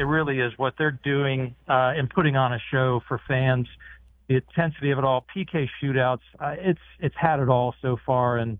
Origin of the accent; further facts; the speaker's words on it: West Virginia, United States; And I would always say Washington, D.C., near there, because nobody knows West Virginia, right? Or at least that's what I thought. And they say, no, where? And I'd say West Virginia.